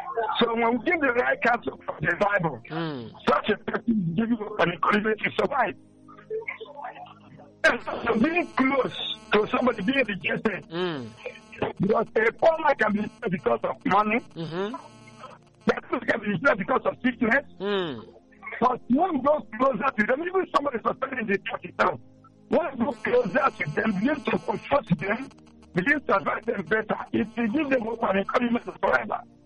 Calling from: Degema, Rivers, Nigeria; I'm calling from Degema.

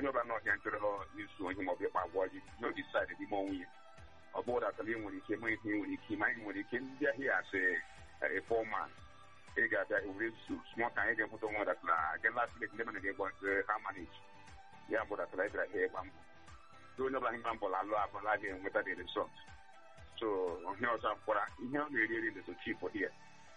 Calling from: Aba, Abia, Nigeria; I am in the Shoe Plaza.

